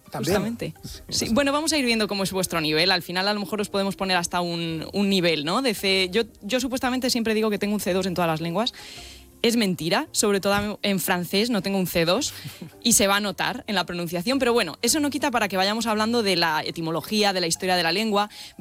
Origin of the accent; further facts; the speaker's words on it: Guadalajara, Castilla-La Mancha, Spain; born there; Nací en Guadalajara.